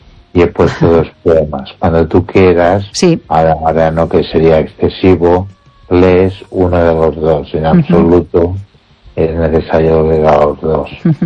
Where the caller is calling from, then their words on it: Ourense, Galicia, Spain; de Orense.